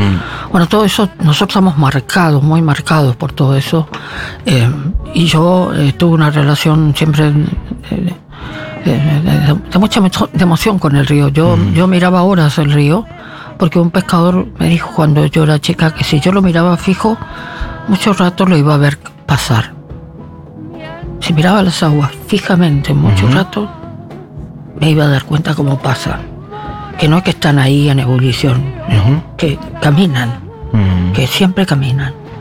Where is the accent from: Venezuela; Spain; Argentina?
Argentina; Corrientes; moved away as an adult; yo nací en Corrientes Capital y me acostumbré, pero ahora, como hace mucho que vivo acá también, es cierto que sufro un poco más el calor cuando voy.